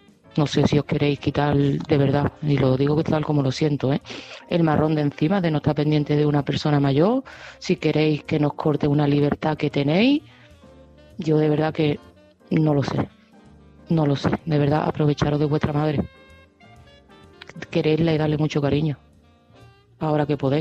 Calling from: Seville, Andalusia, Spain; de Sevilla

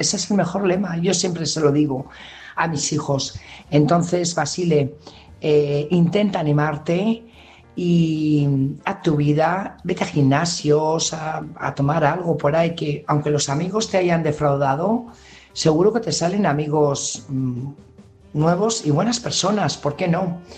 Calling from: Burgos, Castile and León, Spain; corresponsal de Burgos

